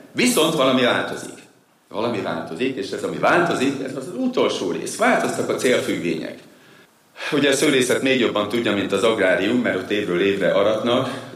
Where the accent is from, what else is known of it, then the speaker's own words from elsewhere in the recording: Hungary; És amikor Amerikába kimentem, és mondtam, hogy magyar vagyok